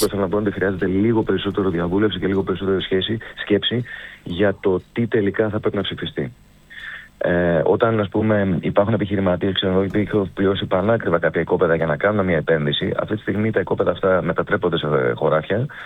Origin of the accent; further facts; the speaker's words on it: Skiathos, Thessaly, Greece; το οποίο εγώ προσωπικά το πιστεύω πάρα πολύ για τον τόπο μου.